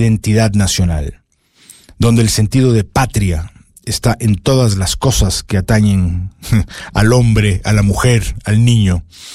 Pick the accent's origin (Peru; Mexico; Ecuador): Ecuador; Quito, Pichincha; born there; Pero sí me reconozco como quiteño, me reconozco como ecuatoriano, he vivido casi siempre aquí.